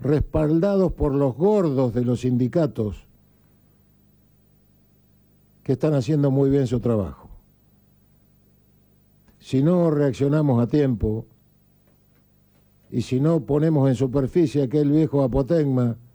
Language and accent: Spanish; Argentina; A ver si nos empezamos a comportar como argentinos, si empezamos a sentir orgullo del suelo que pisamos